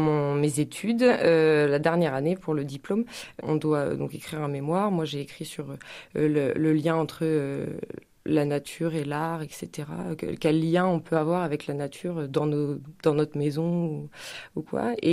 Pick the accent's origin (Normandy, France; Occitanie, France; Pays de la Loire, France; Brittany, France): Normandy, France; Donc je suis rentrée ici parce que moi je suis originaire de Normandie, donc je suis rentrée par là